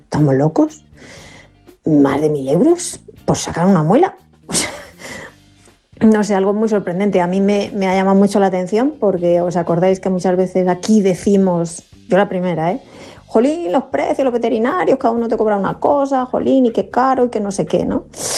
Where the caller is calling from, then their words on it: Cercedilla, Community of Madrid, Spain; Buenas tardes … de Cercedilla, Madrid.